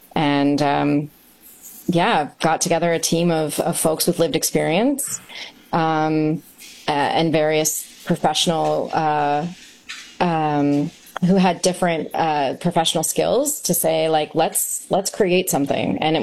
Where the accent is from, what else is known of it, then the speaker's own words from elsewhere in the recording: Fort Erie, Ontario, Canada; and I'm from Ridgeway, Fort Erie, so to me, bringing the Willow home to my hometown feels like always was my plan.